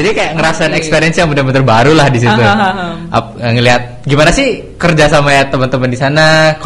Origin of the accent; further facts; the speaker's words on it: Bali, Indonesia; born there; also born or lived in Jakarta; saya kebetulan memang lahirnya di Jakarta, cuman memang lebih lama di Bali.